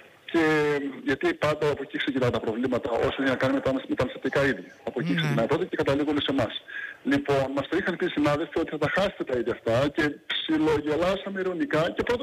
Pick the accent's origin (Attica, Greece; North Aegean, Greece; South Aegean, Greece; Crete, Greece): South Aegean, Greece; Kalymnos; ιδιαίτερα εδώ στην Κάλυμνο σε εμάς